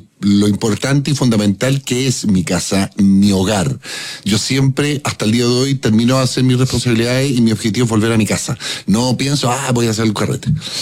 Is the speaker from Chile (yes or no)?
yes; Santiago Metropolitan Region, Chile; mi primera casa de recuerdo, si bien yo nací en otra, estaba en el Bosque con Diego Almagro, frente a una plaza, frente a la Plaza del Bosque.